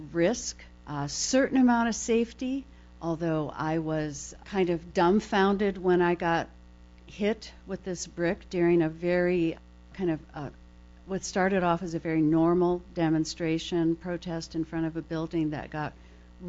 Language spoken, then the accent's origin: English; Toledo, Ohio, United States; born or raised there